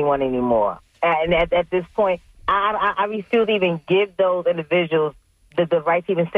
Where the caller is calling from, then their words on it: New York, United States; I'm from New York as well.